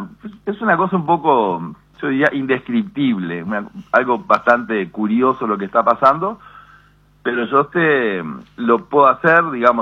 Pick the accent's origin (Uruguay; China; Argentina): Uruguay; Paysandú; soy de Paysandú, la gente de Paysandú tiene un sentimiento muy, muy profundo con la historia de Leandro Gómez, el famoso sitio y todo eso